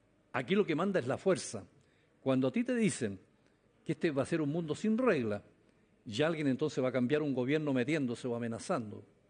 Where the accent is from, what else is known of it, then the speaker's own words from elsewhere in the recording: Chile; somos un país de 18 millones, 20 millones